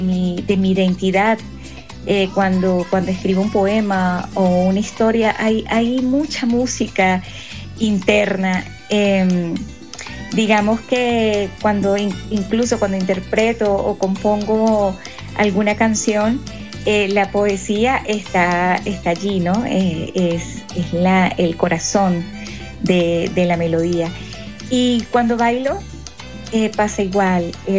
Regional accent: Monagas, Venezuela; mi tierra amada. Monagas es donde empezó toda mi carrera artística, la tierra que me dio la sensibilidad y las ganas de crear antes de que supiera qué camino tomaría.

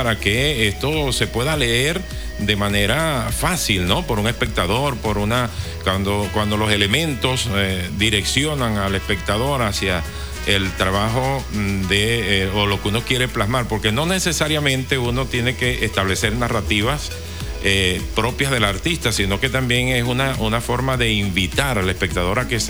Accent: Venezuela; Nosotros como venezolanos

